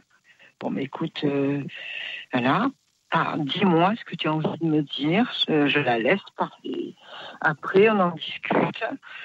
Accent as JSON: {"language": "French", "town": "Poitiers", "region": "Nouvelle-Aquitaine", "country": "France", "tie": "born or raised there", "lives_now": "Marseille, France", "said": "Je suis native de Poitiers."}